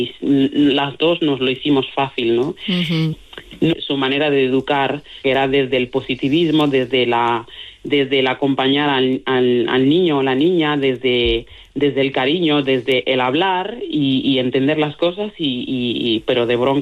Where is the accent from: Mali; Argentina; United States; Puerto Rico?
Mali; Spanish is a second language; ahora no me acuerdo prácticamente de mi dialecto, hablo mejor el castellano y el gallego que mi propio dialecto, uh-huh. y la suerte que tengo es que tengo una pareja maravillosa que también es de Mali